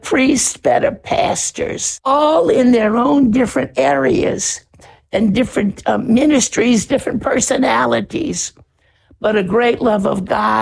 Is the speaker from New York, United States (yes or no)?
no; New Orleans, Louisiana, United States; moved away as an adult; also born or lived in Alaska; I grew up in New Orleans.